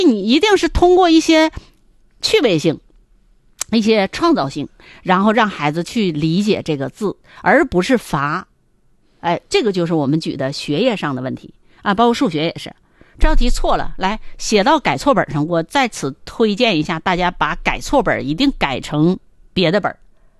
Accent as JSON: {"language": "Chinese", "country": "China"}